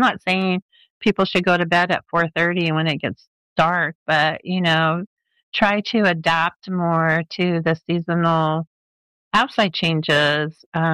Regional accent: Los Angeles, California, United States; So I grew up in Los Angeles where we didn't really have extremes of temperatures that much.

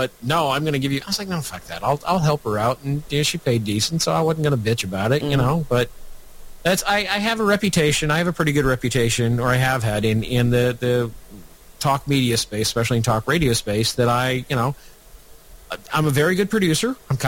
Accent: Nebraska, United States; Michael, I'm from Nebraska. We have a one house legislature. You know, we can get along with other people because we don't have a choice in Nebraska.

